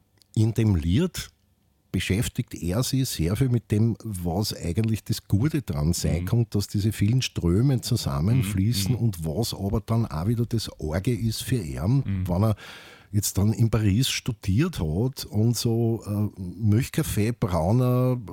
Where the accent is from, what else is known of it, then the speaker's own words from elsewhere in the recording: Carinthia, Austria; Ich habe einmal gesagt, zu drei Viertel oder zu halb oder ich bin ein Kärntner slowenischer Mischling.